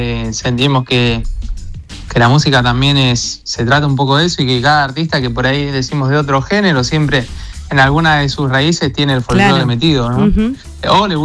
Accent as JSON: {"language": "Spanish", "town": "San Pedro", "region": "Buenos Aires Province", "country": "Argentina", "said": "yo de San Pedro, un campanenso, un sanpedrino, campedrinos dijimos."}